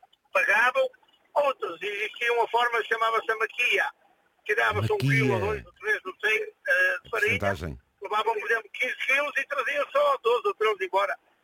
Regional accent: Lousada, Porto, Portugal; eu, na minha zona, onde eu sou natural do Conselho de Lousada, ali de uma freguesia do Lousada e Santo Lara de Barrosas, somos conhecidos pelo meu pai

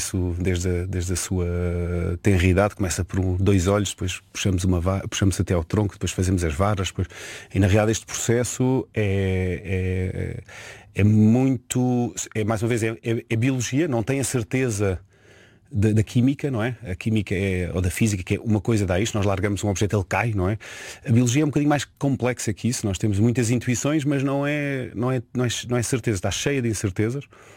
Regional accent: Lisbon, Portugal; born there; nasci em Lisboa

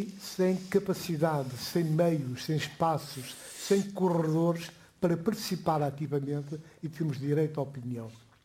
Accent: Guinea-Bissau; Eu sou da Guiné-Bissau. Um país que deu um concurso enorme para a chegada da democracia.

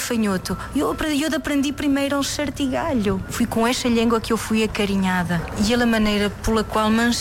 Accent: Norte, Portugal; born there; first language Mirandese; now in Porto, Portugal; Eu recebi a língua mirandesa por meus pais, meus avós, pela minha família e pela minha terra.

